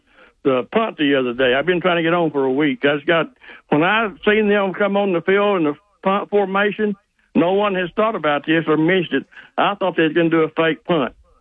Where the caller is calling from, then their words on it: Hartman, Arkansas, United States; Hey, I'm from Hartman.